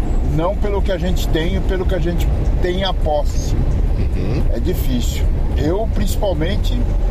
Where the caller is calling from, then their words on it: São Paulo, Brazil; Sou da região da Vila Diva.